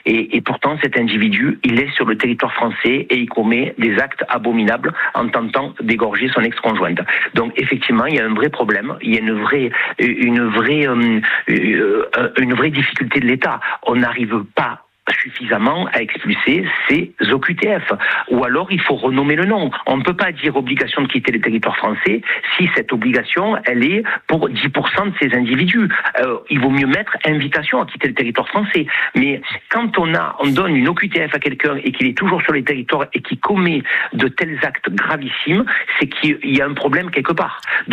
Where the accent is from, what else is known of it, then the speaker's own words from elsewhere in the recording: Marseille, Provence-Alpes-Côte d'Azur, France; Bien sûr, vous savez, moi je suis marseillais, je vis à Marseille et faire patrie à Marseille, ça veut dire quelque chose, quoi.